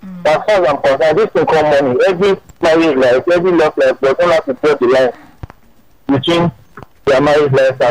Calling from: Nigeria; I'm calling from Nigeria.

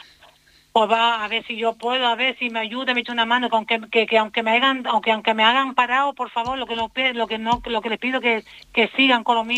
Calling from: Canary Islands, Spain; como todo canario que somos

